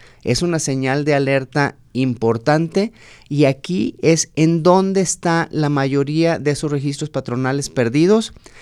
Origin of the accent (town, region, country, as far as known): Mexico